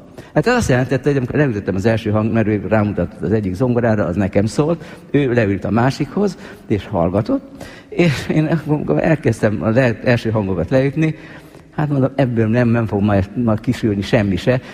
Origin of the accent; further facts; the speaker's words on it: Debrecen, Hajdú-Bihar, Hungary; debreceni kisiskolás, jártam az debreceni zenedébe